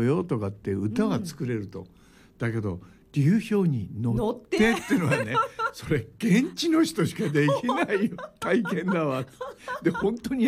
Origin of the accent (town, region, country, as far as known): Hokkaido, Japan; born there